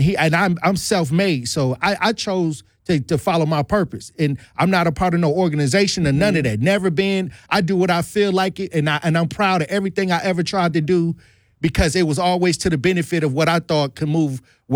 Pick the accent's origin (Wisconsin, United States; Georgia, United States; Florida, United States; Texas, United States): Wisconsin, United States; Milwaukee; And like I said, I'm born and raised in Milwaukee.